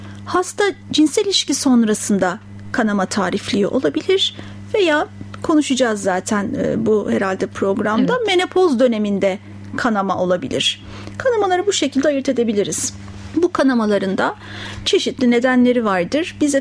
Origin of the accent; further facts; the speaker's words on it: Ankara, Turkey; 1974 yılında Ankara'da doğdum. İlkokul ve ortaokulu Ankara'da. Yani hep Ankara'da kalmış bir kişiyim.